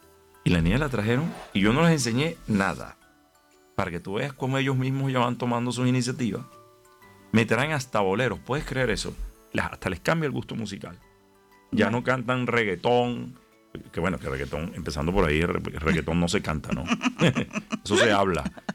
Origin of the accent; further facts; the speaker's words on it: Venezuela; yo como buen venezolano